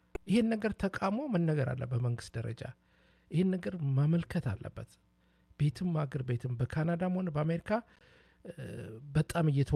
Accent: Dire Dawa, Ethiopia; እኔ ድሬዳዋ ውስጥ ተወልጄ ያደግኩ ነኝ።

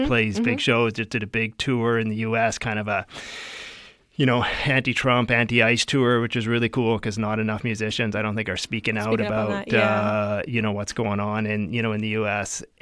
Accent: Winnipeg, Manitoba, Canada; Like, I was a kid from Winnipeg. I hadn't heard

